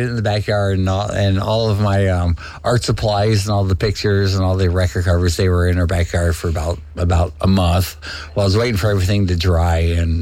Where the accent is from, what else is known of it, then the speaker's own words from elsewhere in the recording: Carlsbad, California, United States; You know, I'm from Carlsbad, just right north of San Diego.